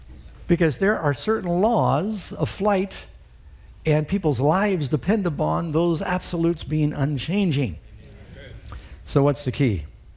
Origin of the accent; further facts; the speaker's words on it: New York City, New York, United States; I grew up in New York City. We had a lot of pigeons.